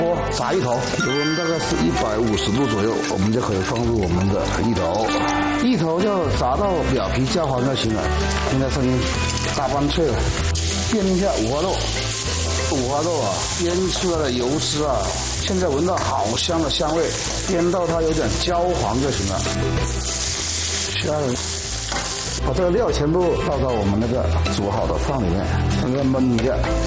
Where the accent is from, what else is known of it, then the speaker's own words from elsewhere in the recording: Chaoshan, Guangdong, China; now in Beijing, China; 能够把我们潮汕的一些特色的美食啊、风味啊带到北京来